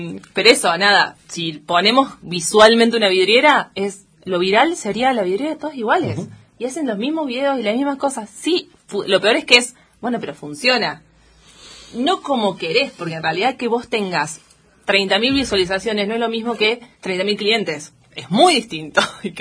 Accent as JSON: {"language": "Spanish", "region": "Córdoba", "country": "Argentina", "moved": "yes", "said": "yo soy cordobesa."}